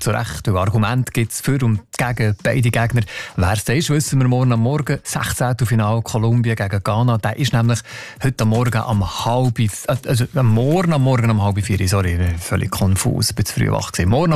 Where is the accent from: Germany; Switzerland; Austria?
Switzerland; Aber wer sollen wir uns als Schweizer eigentlich wünschen?